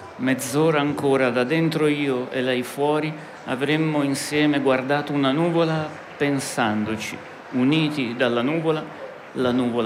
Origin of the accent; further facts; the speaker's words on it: Turin, Piedmont, Italy; moved away as an adult; now in Siena, Italy; io adesso vivo a Siena da tanto tempo, ma sono cresciuto a Torino fino alla maturità classica.